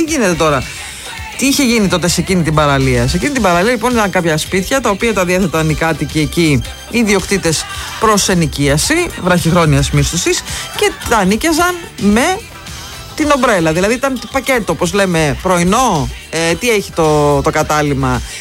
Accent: Parga, Epirus, Greece; born there; Εγώ γεννήθηκα στην Πάργα. Δεκαετία του 70 λοιπόν.

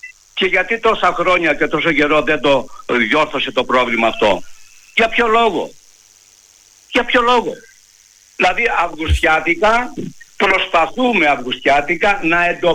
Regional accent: Vartholomio, Western Greece, Greece; born there; εγώ γεννήθηκα στο Βαρθολομιό, δραστηριοποιούμαι στο Βαρθολομιό, το επάγγελμά μου στο Βαρθολομιό.

